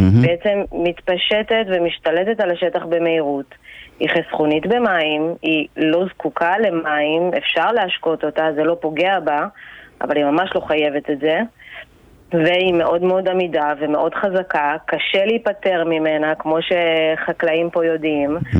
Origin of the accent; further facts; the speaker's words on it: Haifa District, Israel; הבית ספר של הילדות שלי, בחוף הכרמל